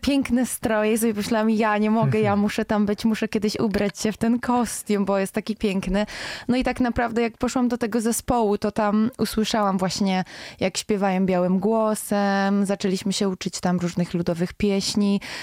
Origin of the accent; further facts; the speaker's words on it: Węgorzewo, Warmian-Masurian Voivodeship, Poland; also born or lived in Warsaw; ja jestem pół warszawianką, pół mazurką, tak bym to nazwała, bo tak urodziłam się w Warszawie. Moi rodzice w międzyczasie, jak byłam mała, się wyprowadzili na te Mazury i jakby spędzałam tam bardzo dużo czasu, tak. Ale jednak urodziłam się w Warszawie, więc tą warszawianką troszkę też jestem.